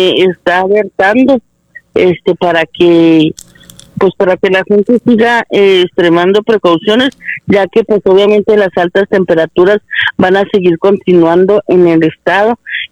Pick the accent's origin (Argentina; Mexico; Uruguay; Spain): Mexico; si los mexicanos queremos, unidos podemos hacer la fuerza